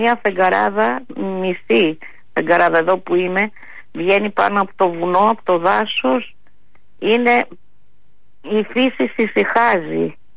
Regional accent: Greece; born there; now in Ilioupoli, Greece; μιλάω ελληνικότατα. Γιατί ζω στην Ελλάδα, γεννήθηκα στην Ελλάδα, έμαθα πάρα πολύ καλά τα ελληνικά.

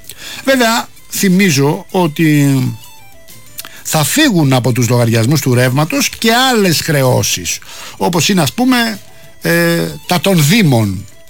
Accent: Rafina, Attica, Greece; Αύριο γιορτάζει εκεί η Εκκλησία στη Ραφίνα, στην πατρίδα μου.

